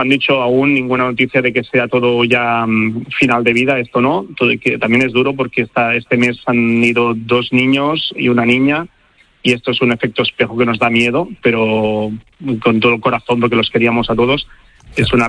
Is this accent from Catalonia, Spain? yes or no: yes; Catalonia, Spain; now in Barcelona, Spain; Pues otra vez viviendo en Barcelona, nosotros somos de La Garrocha, de la comarca allí a lo alto de Cataluña